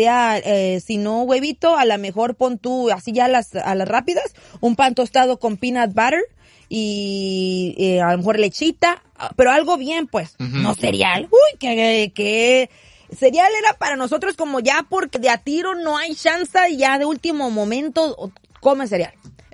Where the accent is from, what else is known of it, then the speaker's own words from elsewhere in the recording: Mexico; now in United States; tú y yo somos mexicanos